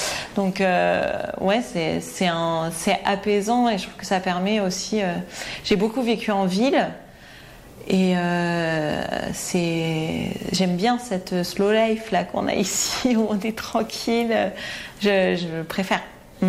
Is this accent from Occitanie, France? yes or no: yes; Porté-Puymorens, Occitanie, France; J'ai grandi à Portet-Puymorens, qui est vraiment aux portes de l'Ariège